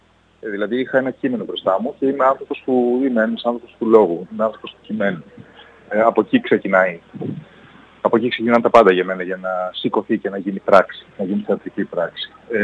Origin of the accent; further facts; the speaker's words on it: Thessaloniki, Central Macedonia, Greece; Όταν είμαι εδώ, στη Θεσσαλονίκη, στην πόλη μου